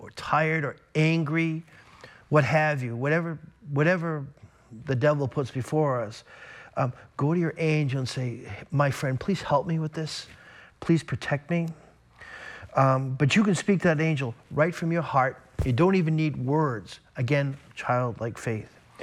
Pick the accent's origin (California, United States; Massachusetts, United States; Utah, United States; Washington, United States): Massachusetts, United States; Boston; And of course, I grew up in the Boston area.